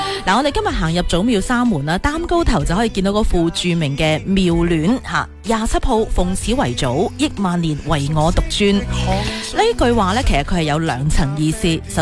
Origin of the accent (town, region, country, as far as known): Foshan, Guangdong, China